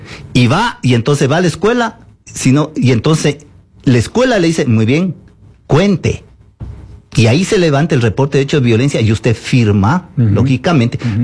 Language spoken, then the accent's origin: Spanish; Ecuador